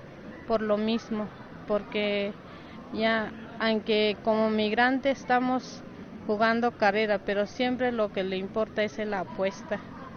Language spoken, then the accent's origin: Spanish; Mexico; si estamos como migrantes, a veces nos dicen regrésense a su tierra, sabiendo que nosotros somos los dueños del México